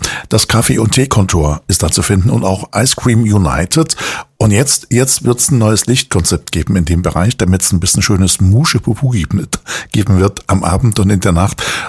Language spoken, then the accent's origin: German; Chemnitz, Saxony, Germany; Da gehen wir nämlich in meine Heimatstadt nach Chemnitz.